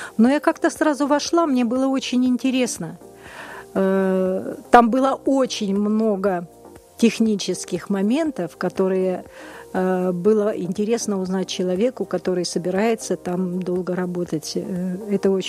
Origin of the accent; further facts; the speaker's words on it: Suntar, Sakha Republic, Russia; born there; also born or lived in Aikhal; В Сунтарах я родилась.